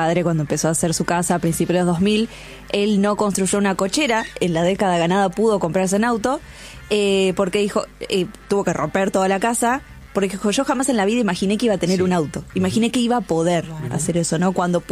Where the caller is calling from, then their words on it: Buenos Aires, Argentina; Hola, padre Juanca y equipo. … de Balvanera